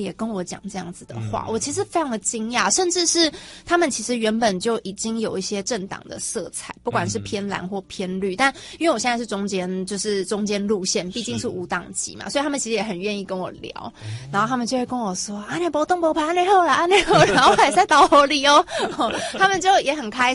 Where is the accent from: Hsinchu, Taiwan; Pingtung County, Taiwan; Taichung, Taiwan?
Taichung, Taiwan; moved away as an adult; 选择我的家乡，就是回到台中这边来。